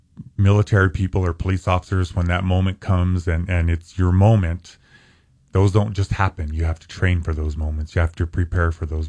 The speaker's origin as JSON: {"language": "English", "region": "New Mexico", "country": "United States", "tie": "born or raised there", "said": "I was born and raised in New Mexico. I live in New Mexico. My children live in New Mexico. My grandchildren live in New Mexico."}